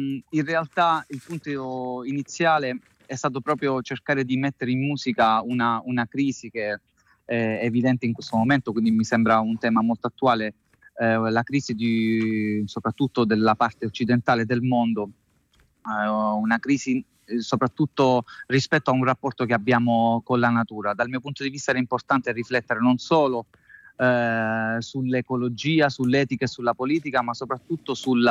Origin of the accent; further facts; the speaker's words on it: Cataforio, Calabria, Italy; moved away as an adult; also born or lived in Rome; now in Apulia, Italy; io sono nato e cresciuto a Cataforio, in Aspromonte, in provincia di Reggio Calabria. Fino a 23 anni sono stato lì, poi una, diciamo, parentesi a Roma per circa 10 anni, in questo momento invece vivo in Puglia, quindi un ritorno a sud però dall'altra parte